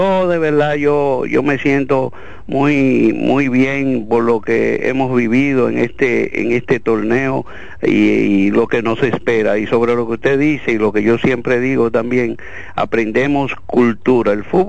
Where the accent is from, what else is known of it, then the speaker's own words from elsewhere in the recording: Argentina; Así que de momento voy a sacar también mi documento allá de que … de allá también somos argentinos.